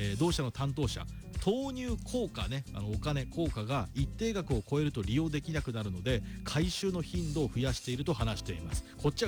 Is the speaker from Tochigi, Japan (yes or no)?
yes; Sano, Tochigi, Japan; ふるさとの私栃木県佐野市の